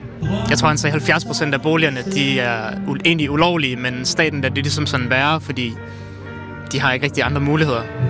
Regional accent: Holbæk, Zealand, Denmark; now in Aalborg, Denmark; Jeg bor i Aalborg, men jeg er oprindelig fra Holbæk på Sjælland.

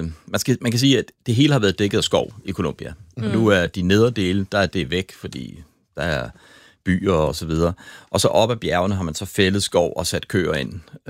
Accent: Copenhagen, Capital Region of Denmark, Denmark; now in Cape Verde; den er aktiv, og der kommer røg op ad den, og det er ret eksotisk som dansker.

